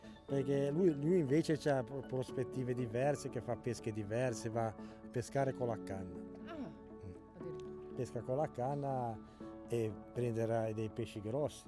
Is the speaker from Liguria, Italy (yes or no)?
yes; Recco, Liguria, Italy; now in Camogli, Italy; andavo a pescare così, sempre da Recco, perché io sono di Recco. Però poi sono venuto qua a Camogli